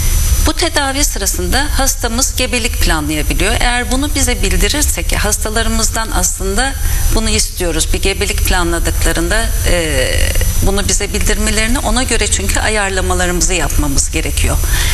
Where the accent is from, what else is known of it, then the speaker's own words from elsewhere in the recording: Ankara, Turkey; moved away as an adult; also born or lived in Kayseri; now in Aydın, Turkey; 1966 Ankara doğumluyum. İlk ve orta öğretimimi Ankara'da tamamladıktan sonra Erciyes Üniversitesi'nde tıp ihtisası yaptım. Ardından yan dal ve dahiliye ihtisasını Adnan Menderes Üniversitesi'nde Aydın'da tamamladım.